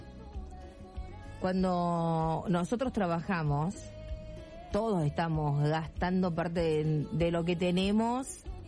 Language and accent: Spanish; Catamarca, Argentina; Acá trabajando y cosiendo las medias para tirar unos meses más del trabajo de Sereno. Soy de Catamarca.